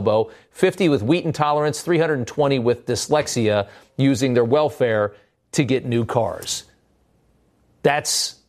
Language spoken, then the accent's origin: English; Indiana, United States; This is my home state, Lafayette County